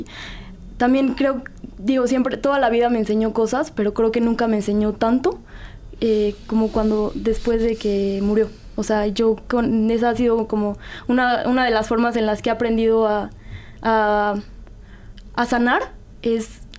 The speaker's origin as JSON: {"language": "Spanish", "region": "Puebla", "country": "Mexico", "said": "Vive en Puebla, somos todos de Puebla."}